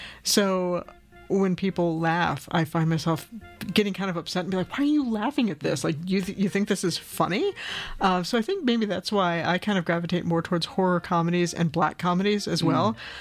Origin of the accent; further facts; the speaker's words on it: Rust Belt, United States; I think when you're born and raised in the Rust Belt, you just kind of have a propensity towards a little bit of a black humor.